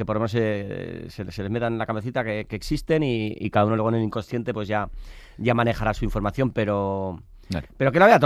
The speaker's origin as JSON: {"language": "Spanish", "region": "Basque Country", "country": "Spain", "said": "Soy vasco, sí, todo el mundo los rodajes, ¡ay, qué frío! Pero si eres vasco, si eres del norte, que soy tan vasco como friolero, que conste en acta."}